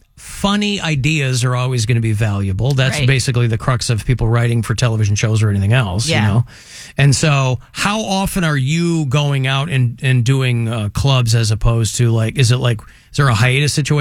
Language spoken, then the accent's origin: English; Chicago, Illinois, United States; I'm from Chicago.